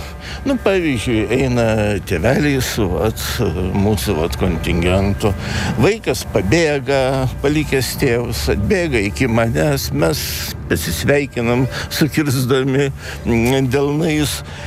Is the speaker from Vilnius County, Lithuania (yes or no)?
yes; Vilnius, Vilnius County, Lithuania; Vilnietis, Vilniuje gimiau, Vilniuje užaugo, Vilniuje mane ir palaidos.